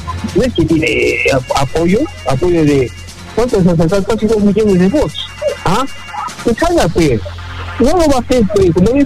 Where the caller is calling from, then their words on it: Arequipa, Peru; Mi Arequipa se respeta.